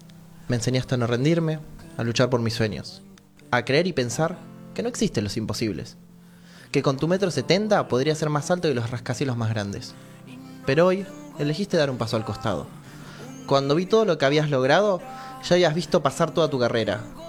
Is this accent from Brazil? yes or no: no; Argentina; a sentir como argentino y a sentirme orgulloso de mis palabras